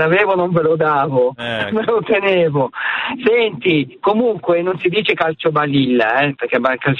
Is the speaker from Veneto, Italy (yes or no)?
no; Emilia-Romagna, Italy; now in Oltrepò Pavese, Italy; in Romagna, dalle mie parti.